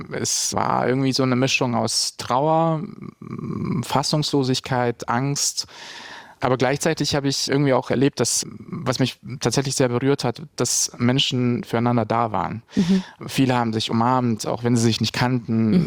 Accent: Bosnia & Herzegovina; now in Berlin, Germany; komme gebürtig aus Bosnien und Herzegowina, lebe seit 17 Jahren in Berlin und bin queerer Aktivist.

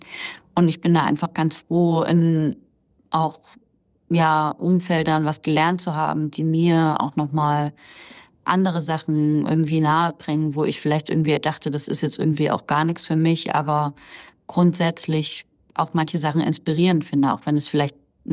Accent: East Germany, Germany; also ich komme einmal aus dem Osten Deutschlands

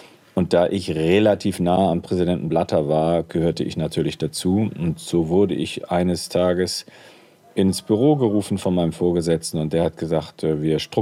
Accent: Bremen, Germany; now in Switzerland; Ich bin gebürtiger Bremer und auch als halber Werder-Fan mal aufgewachsen.

